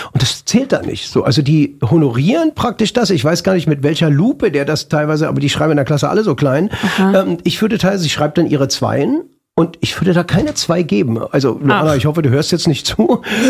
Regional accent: East Germany, Germany; born there; Wir kommen aus dem Osten.

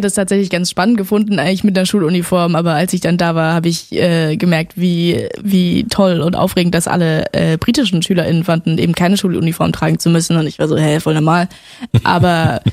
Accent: Berlin, Germany; ich komme aus Berlin

